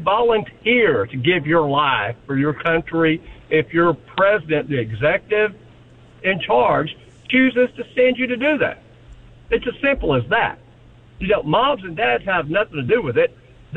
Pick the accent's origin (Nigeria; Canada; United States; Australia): United States; Rhea County, Tennessee; moved away as an adult; I grew up in Ray County, Tennessee. I joined to get the heck out of Ray County, Tennessee.